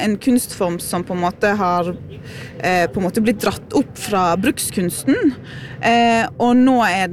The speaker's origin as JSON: {"language": "Norwegian", "town": "Bergen", "region": "Vestland", "country": "Norway", "tie": "born or raised there", "also_born_or_lived": "Kaupanger, Sogndal", "said": "Jeg kommer fra Bergen, men jeg har vokst opp 2 år, til jeg var 2 år, i Kaupanger i Sogndal."}